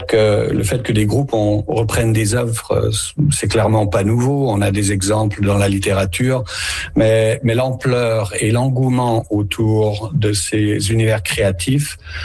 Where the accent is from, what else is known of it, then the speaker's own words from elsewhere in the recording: Canada; chez nous au Canada